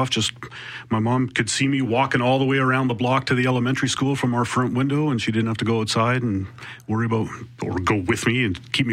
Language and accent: English; Altona, Manitoba, Canada; Yep, born and raised 1976 in Altona. And at first we lived on a sheep farm just outside of town when I was a very little baby.